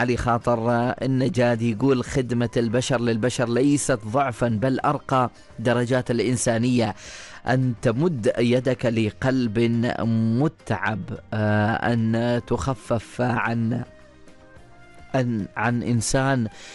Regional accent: Oman; وهذا اللي تربينا فيه هنا في سلطنة عمان

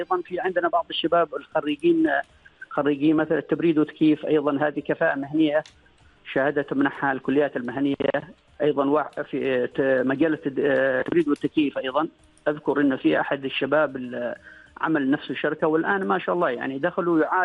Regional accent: Oman; نحن كعمانيين قريب جدا من ثقافتنا

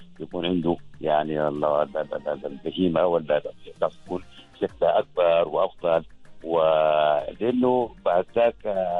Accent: Sudan; now in Oman; عيد الأضحى يعتبر من أهم المناسبات الاجتماعية والدينية عندنا في السودان.

